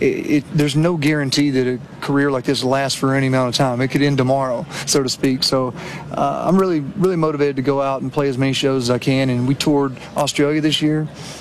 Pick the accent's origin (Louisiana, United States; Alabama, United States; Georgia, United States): Alabama, United States; I couldn't be more proud of where I'm from and the state of Alabama.